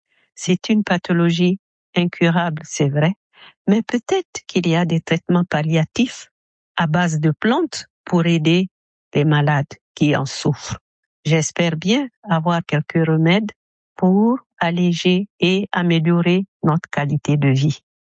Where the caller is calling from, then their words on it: Port-Gentil, Ogooué-Maritime, Gabon; j'appelle de Port-Gentil au Gabon, l'Afrique centrale. J'ai 70 ans